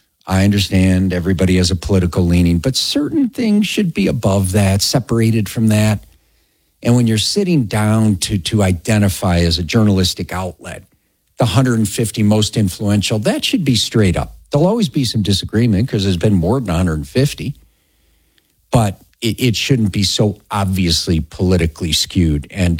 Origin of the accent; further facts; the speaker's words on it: Chicago, Illinois, United States; now in Colorado, United States; I couldn't believe it when I came out here from Chicago.